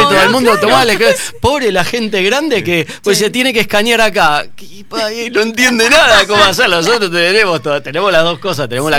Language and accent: Spanish; Buenos Aires, Argentina; born there; moved away as an adult; now in Paraná, Argentina; yo nací en Buenos Aires y vine acá a los 20 años